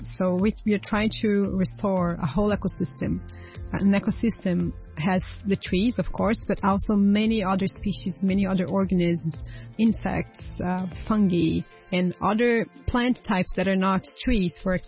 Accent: Brazil; English is a second language; moved away as an adult; now in Hong Kong; Yes, so I'm from Brazil. I lived in Brazil during most of my life. I just moved to Hong Kong 4 years ago. And I grew up in the most biodiverse country in the world.

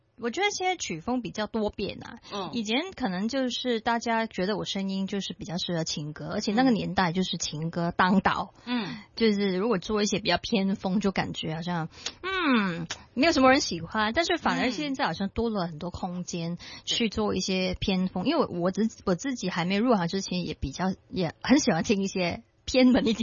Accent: Singapore; 其实我童年不在香港长大，就是在新加坡

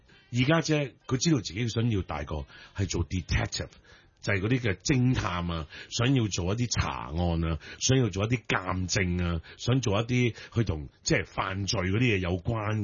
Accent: Chaozhou, Guangdong, China; 虽然我系潮州人，虽然我都系家庭观念同埋传统观念都几重嘅一个男人

